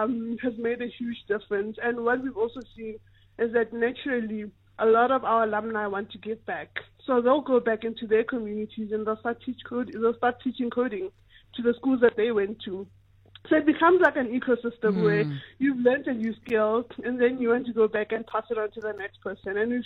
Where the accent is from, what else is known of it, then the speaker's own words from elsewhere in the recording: Tembisa, Gauteng, South Africa; I'm also from Tembisa.